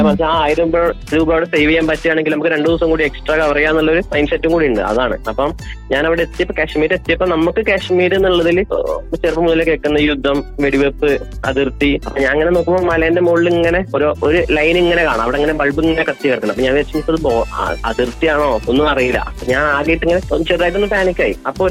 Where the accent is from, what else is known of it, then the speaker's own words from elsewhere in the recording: Nilambur, Kerala, India; നിലമ്പൂരാണ് സ്ഥലം, മലപ്പുറമാണ്